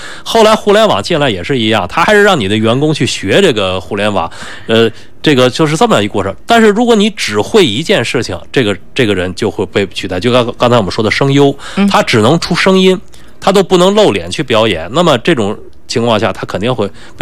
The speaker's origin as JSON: {"language": "Chinese", "country": "China", "said": "我们中国"}